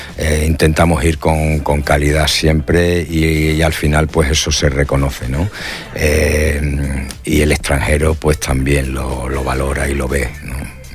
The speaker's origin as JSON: {"language": "Spanish", "region": "Extremadura", "country": "Spain", "said": "todavía se me ve el plumero y cualquiera que nos conozca o que vea lo que damos saben que soy de Extremadura"}